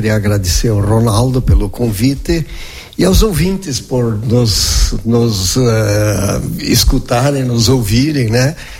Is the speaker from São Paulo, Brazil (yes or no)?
no; Marau, Rio Grande do Sul, Brazil; born there; Eu nasci em Marau, numa casa que era em frente ao Altar da Pátria, que temos hoje na Avenida Júlio Borella.